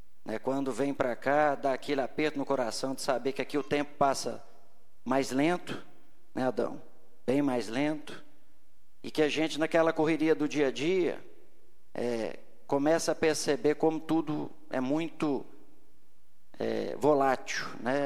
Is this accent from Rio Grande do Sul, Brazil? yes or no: no; Dores do Indaiá, Minas Gerais, Brazil; moved away as an adult; also born or lived in Belo Horizonte; Eu nasci em Dores, doutor Zé Carlos, no quarto quarto da Santa Casa, na mão do doutor Fábio.